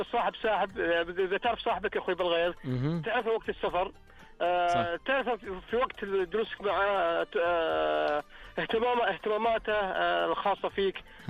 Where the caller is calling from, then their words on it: Al-Kharj, Riyadh Province, Saudi Arabia; اكلمك من الخرج